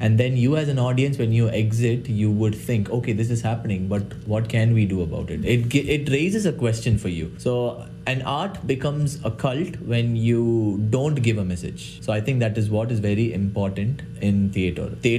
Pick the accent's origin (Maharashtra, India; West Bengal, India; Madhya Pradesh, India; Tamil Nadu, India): Tamil Nadu, India; Chennai; English is a second language; moved away as an adult; now in Thunder Bay, Canada; But I also come from Chennai.